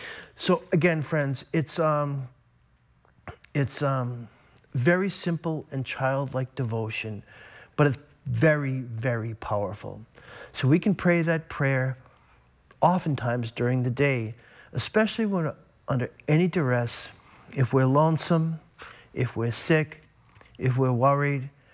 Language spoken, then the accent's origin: English; Boston, Massachusetts, United States; And of course, I grew up in the Boston area.